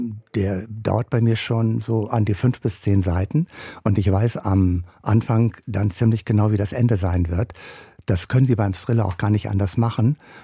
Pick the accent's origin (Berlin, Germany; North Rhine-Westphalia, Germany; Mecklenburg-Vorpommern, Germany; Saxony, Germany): North Rhine-Westphalia, Germany; Wewelsburg; born or raised there